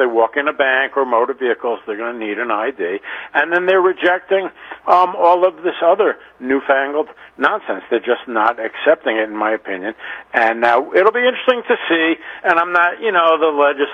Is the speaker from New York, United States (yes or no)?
yes; New York, United States; now in Manhattan, United States; I'm from, you know, South Shore of Long Island, Nassau County.